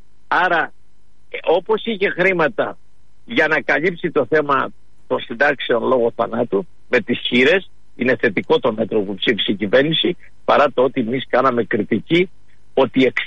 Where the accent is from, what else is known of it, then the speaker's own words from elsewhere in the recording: Western Greece, Greece; born there; και εδώ στα χωριά και στην πατρίδα μου, στην Ηλία και στη Μεσσηνία που είμαι τώρα